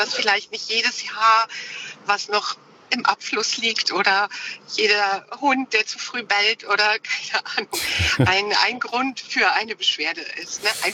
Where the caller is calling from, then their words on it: Schwerin, Mecklenburg-Vorpommern, Germany; Ich rufe aus Schwerin an. Ich bin aber gerade unterwegs im Auto.